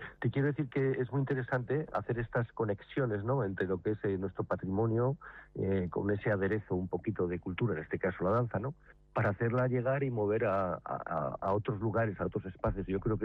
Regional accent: Burgos, Castile and León, Spain; todos tenemos que sentirnos muy orgullosos como castellanos y también como principalmente los burgaleses

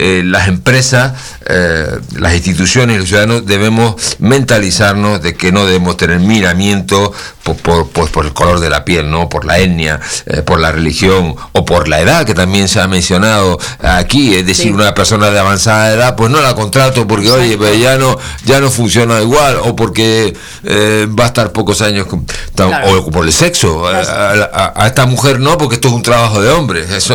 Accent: Canary Islands, Spain; mi tierra.

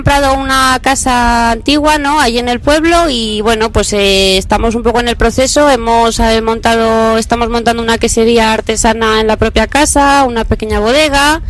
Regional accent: Canicosa de la Sierra, Castile and León, Spain; moved away as an adult; also born or lived in France (Pyrenees); Bueno, especial para mí, que soy de allí. Y además, y bueno, volver al pueblo después de 12 años por ahí dando vueltas

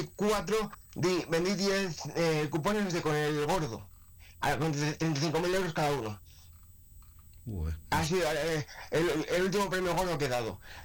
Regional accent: Segovia province, Castile and León, Spain; Que como vengo de mi pueblo, pues estoy en casa.

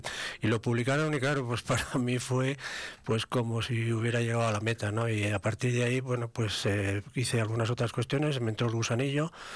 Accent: Castile and León, Spain; born there; moved away as an adult; cuando yo era todavía casi adolescente, con 14 años, pues me acuerdo que hicieron un curso de la sección femenina en mi pueblo

